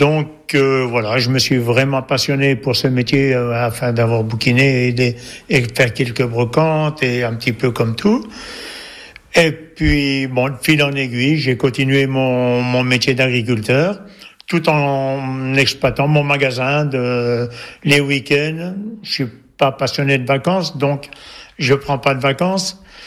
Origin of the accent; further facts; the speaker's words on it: Couches, Bourgogne-Franche-Comté, France; je suis né à Couches, je suis resté à Couches.